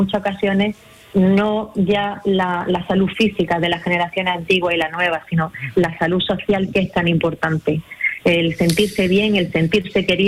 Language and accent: Spanish; Linares, Andalusia, Spain; Yo nací en un barrio, en Linares, en el barrio de Santa Ana